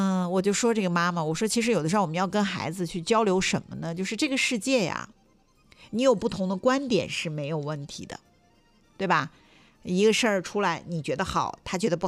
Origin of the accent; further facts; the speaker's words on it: Dalian, Liaoning, China; 这就是我们大连人说话